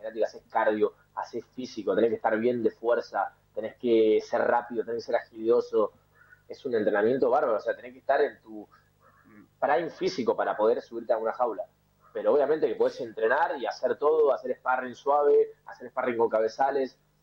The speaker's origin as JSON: {"language": "Spanish", "country": "Argentina", "also_born_or_lived": "Neuquén, Argentina", "moved": "as an adult", "lives_now": "Spain", "said": "viste cómo somos los argentinos, donde vamos, armamos una colonia."}